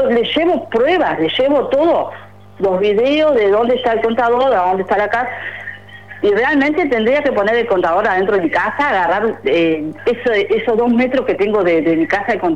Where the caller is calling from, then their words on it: Maldonado, Uruguay; yo crié 2 hijos en Maldonado Nuevo, soy de Maldonado Nuevo